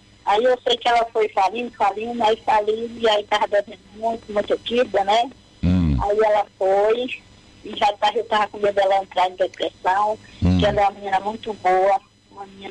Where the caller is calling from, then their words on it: Mucajaí, Roraima, Brazil; Eu falo aqui de Roraima, mas no estudo de Mucajaí.